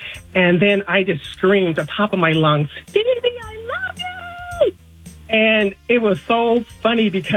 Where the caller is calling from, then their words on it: Midwest, United States; I am also from the Midwest. So we all got this Midwest vibe.